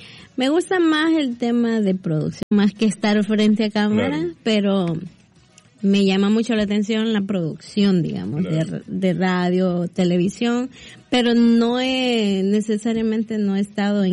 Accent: El Salvador; moved away; salvadoreña. Soy salvadoreña

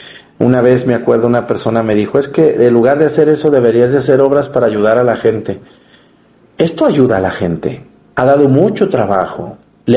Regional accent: Mexticacán, Jalisco, Mexico; a mí me han criticado a veces hasta en mi propio pueblo, ¿verdad? En Mexicacán

